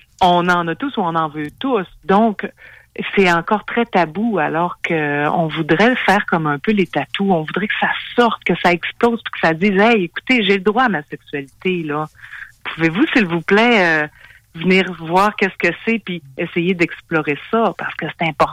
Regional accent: Quebec, Canada; Ben, c'est parce qu'à la base, on vient du Saguenay, hein, vous comprenez?

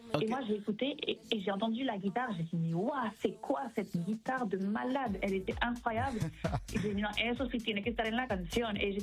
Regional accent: Haiti; Et il y a une chanson dans notre culture qui s'appelle

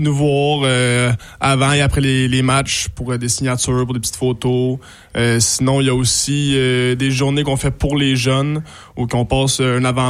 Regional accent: Saint-Jean-sur-Richelieu, Quebec, Canada; Moi, je viens de Saint-Jean.

